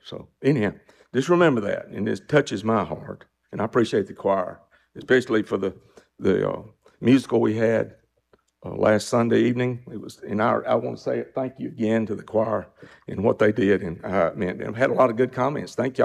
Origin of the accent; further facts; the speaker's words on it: United States; as an American citizen